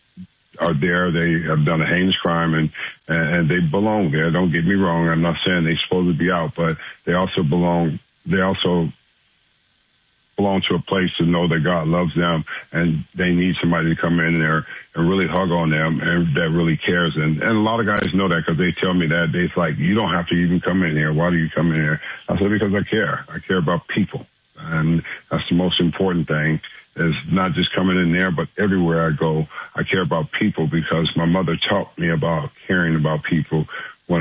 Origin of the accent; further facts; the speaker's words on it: Los Angeles, California, United States; I wasn't afraid, because I'm born and raised in South Central.